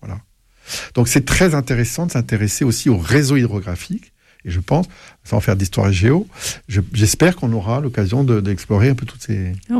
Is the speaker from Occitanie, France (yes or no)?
yes; Toulouse, Occitanie, France; chez nous, à Toulouse